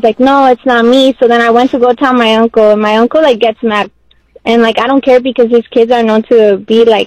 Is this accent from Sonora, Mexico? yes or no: no; Guerrero, Mexico; No, we're from Guerrero. We're from a little region, Tierra Caliente, you know, Los Cochos.